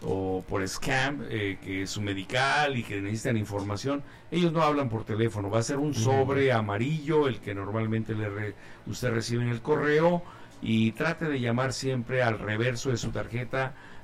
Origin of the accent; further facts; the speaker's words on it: Mexico; para todos los que somos mexicanos